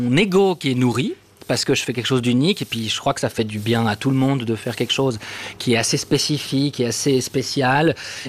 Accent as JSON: {"language": "French", "region": "Geneva", "country": "Switzerland", "tie": "born there", "also_born_or_lived": "Vevey, Vaud", "moved": "as an adult", "said": "Mais je viens de Genève, je suis né au Paquis."}